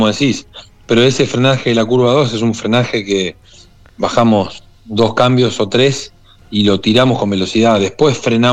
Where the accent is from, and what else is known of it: Santa Fe, Argentina